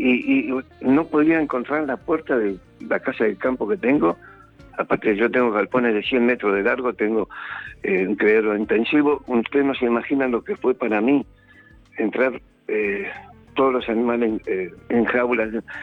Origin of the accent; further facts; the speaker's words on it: Burzaco, Buenos Aires Province, Argentina; born there; moved away; yo soy nacido en Bursaco.